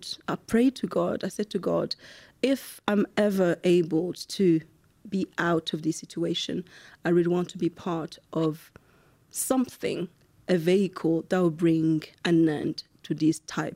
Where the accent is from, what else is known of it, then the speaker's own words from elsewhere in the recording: Rwanda; I am from Rwanda, and I lived through the genocide, Hutu, in 1994. And these events really changed the course of my life and the life of every Rwandan that I know.